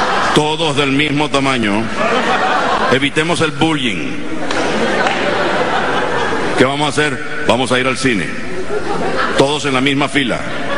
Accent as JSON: {"language": "Spanish", "country": "Venezuela", "said": "los venezolanos somos generosos."}